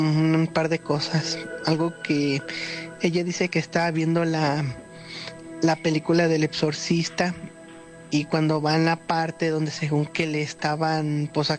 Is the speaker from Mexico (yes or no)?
yes; San Francisco del Rincón, Guanajuato, Mexico; de San Francisco del Rincón, Guanajuato.